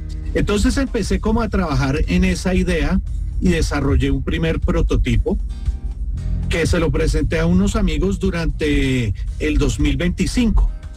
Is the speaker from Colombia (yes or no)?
yes; Colombia; now in Chía, Colombia; Colombiano viviendo en nuestro amado país. Aquí en Colombia, vivo en Chía, a las afueras de Bogotá